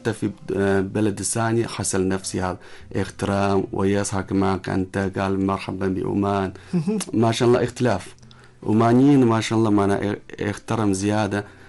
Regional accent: China; Arabic is a second language; moved away as an adult; now in Oman; من الصين بلساني عربي

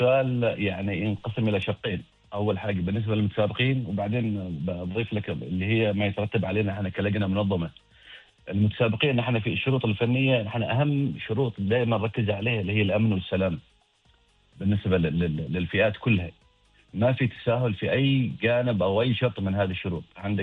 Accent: Oman; وعندنا في عمان

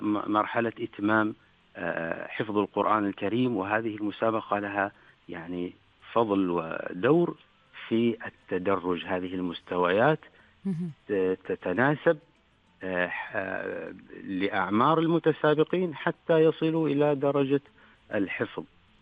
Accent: Oman; accent: Omani; وعندما نتكلم في اللهجة العمانية نقول جيم

